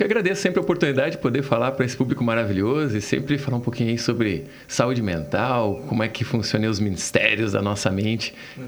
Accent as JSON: {"language": "Portuguese", "town": "Curitiba", "region": "Paraná", "country": "Brazil", "said": "Sou curitibano, que é o leite quente."}